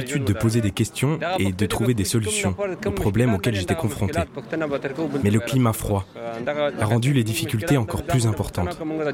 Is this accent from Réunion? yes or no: no; Kapisa, Afghanistan; now in France; je suis originaire de la ville de Kapisa, en Afghanistan.